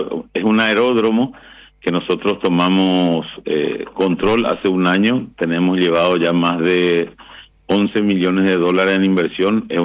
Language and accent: Spanish; Paraguay